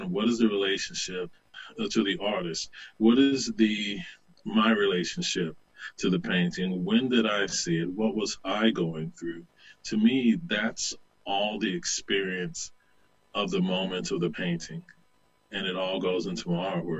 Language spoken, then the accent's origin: English; Southern United States, United States; born or raised there